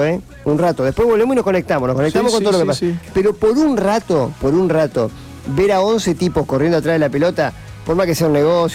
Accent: Argentina; Nunca, creo que nunca vamos a poder ser conscientes de lo afortunados que somos los argentinos.

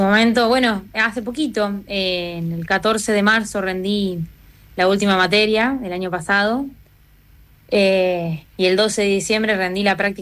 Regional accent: La Pampa, Argentina; moved away as an adult; also born or lived in Villa Mercedes, San Luis; yo apenas terminé el secundario, me fui a vivir a Villa Mercedes sola, digamos, era todo nuevo porque yo soy de La Pampa y de un pueblito chiquito

